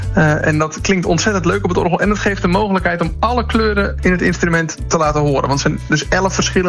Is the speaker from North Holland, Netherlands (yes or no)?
no; Rotterdam, South Holland, Netherlands; Ik kom uit Rotterdam.